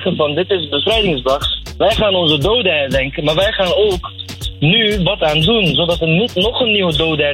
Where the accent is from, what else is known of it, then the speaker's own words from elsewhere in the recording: Netherlands; born there; ik ben geboren in Nederland.